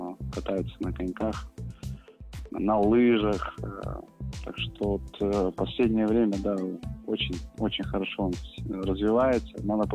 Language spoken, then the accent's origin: Russian; Krasnoyarsk Krai, Russia; also born or lived in Moscow